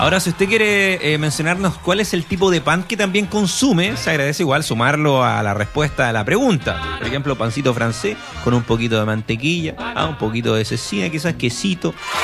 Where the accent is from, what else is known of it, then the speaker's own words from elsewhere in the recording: Chile; nuestro país